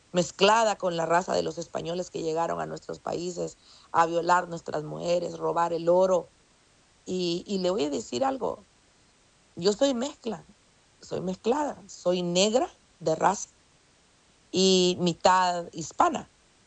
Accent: Honduras; soy de Honduras. ¿Y de qué de raza es? Yo no me siento orgullosa de decir soy española. No. Soy indígena. Vengo de una raza maya

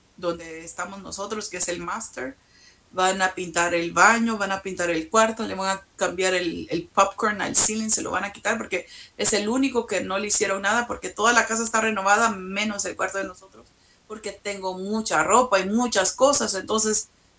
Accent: Anaheim, California, United States; born there; now in Fresno, United States; yo crecí en Anaheim unos años, Anaheim, California. Pero aquí en Fresno llevo 21 años de mi vida viviendo en esta parte de California. 21 años.

